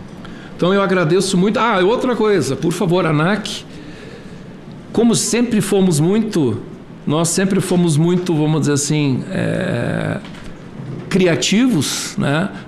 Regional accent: Porto Alegre, Rio Grande do Sul, Brazil; eu sou de Porto Alegre

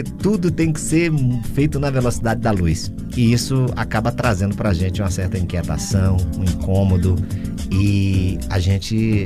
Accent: Teresina, Piauí, Brazil; moved away; Teresina? Ô, minha terra, um abraço aí para os queridos conterrâneos.

